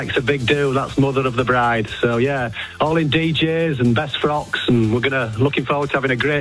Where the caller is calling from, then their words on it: Leeds, Yorkshire and the Humber, United Kingdom; I'm calling from Horsforth in Leeds.